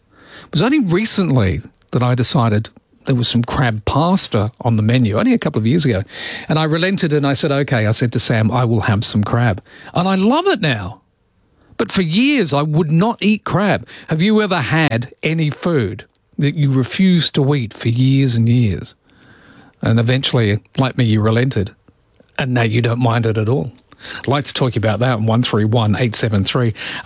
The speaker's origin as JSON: {"language": "English", "country": "South Africa", "tie": "born or raised there", "said": "When I grew up in South Africa, because rugby"}